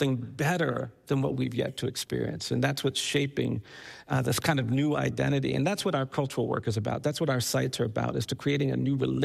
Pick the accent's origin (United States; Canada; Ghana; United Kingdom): United States